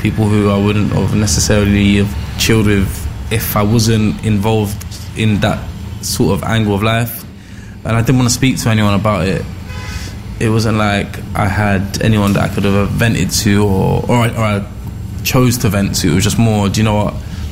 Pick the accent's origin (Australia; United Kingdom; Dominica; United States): United Kingdom; London; home country to see what life is really like, hardship, and to see how privileged you are to have been growing up in London.